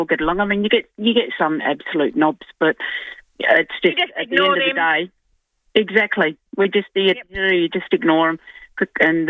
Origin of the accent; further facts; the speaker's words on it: Glenelg, South Australia, Australia; I was actually brought up in Glenelg area